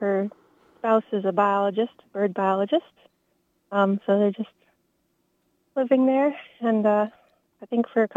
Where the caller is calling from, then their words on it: Cincinnatus, New York, United States; I'm calling from Cincinnati, New York. Tiny little town, about 40 minutes east of Ithaca.